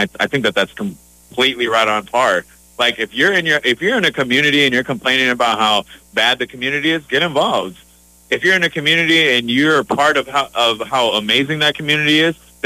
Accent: Arizona, United States; moved away; Yeah, I'm from Arizona.

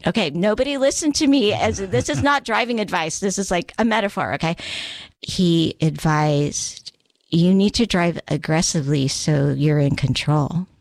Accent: San Diego, California, United States; here I am, this little brat at Paradise Hills, in Paradise Hills, going to school

